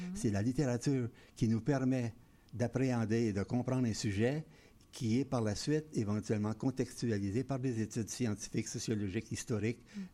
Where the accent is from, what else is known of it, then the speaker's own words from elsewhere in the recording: Quebec, Canada; dites-leur que je suis québécoise.